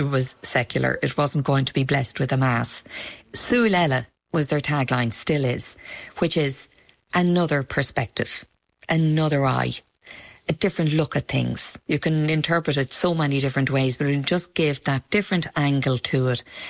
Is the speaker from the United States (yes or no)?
no; Dublin, Leinster, Ireland; I was coming from Dublin, with learned Irish. I was not a native speaker. And I had great difficulty understanding the native speakers when they would speak too fast.